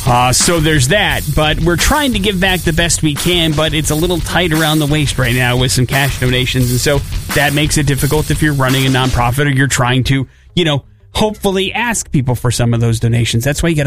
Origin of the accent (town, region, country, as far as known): United States